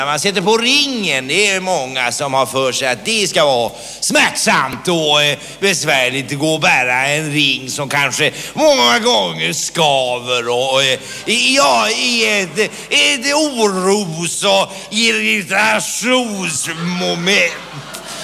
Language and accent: Swedish; Istanbul, Turkey; jag är utländsk läkare. Ett utav dem från Turkiet, i alla fall. Jag är från Istanbul, om du känner det staden.